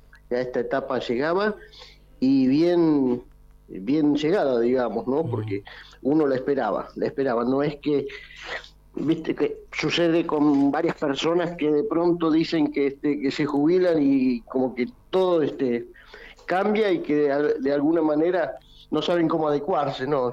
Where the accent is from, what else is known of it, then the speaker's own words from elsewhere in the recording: Buenos Aires, Argentina; born there; Yo nací en Capital, Capital Federal. Y me vine acá en el año 86, así que se cumplen 40 años.